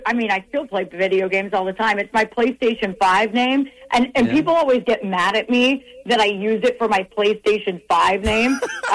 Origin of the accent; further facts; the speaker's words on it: England, United Kingdom; Of course I watch soccer, Rick. I grew up in England. That was the first sport that you get raised on when you grow up overseas.